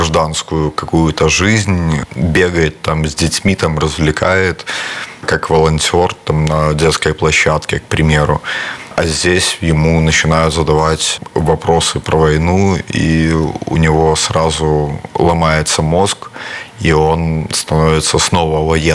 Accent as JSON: {"language": "Russian", "country": "Belarus", "said": "то, что мы сделали и какой вклад в этой войне на стороне Украины мы сделали, как белорусы."}